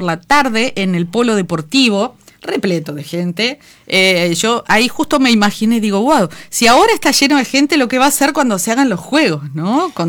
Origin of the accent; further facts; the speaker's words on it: Uruguay; Somos uruguayos